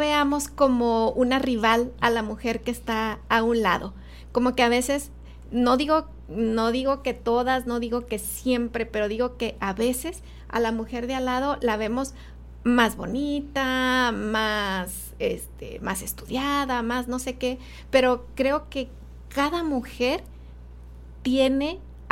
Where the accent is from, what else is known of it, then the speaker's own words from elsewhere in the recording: Ciudad Juárez, Chihuahua, Mexico; Fíjate que nací en Chihuahua, pero porque mi mamá es maestra, entonces en el verano iba a estudiar a Chihuahua. Entonces, pues allá nací